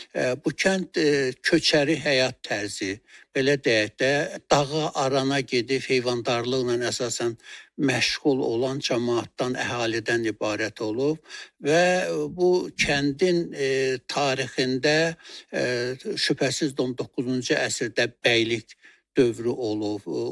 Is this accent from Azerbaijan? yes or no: yes; Yukhari Qiyamatdinli, Aghjabadi District, Azerbaijan; born there; Yəni 1954-cü ilin fevralın 16-sında Ağcabədi rayonunun Qiyamətdinli kəndində, indiki adı Yuxarı Qiyamətdinlidir. Orda anadan olmuşam.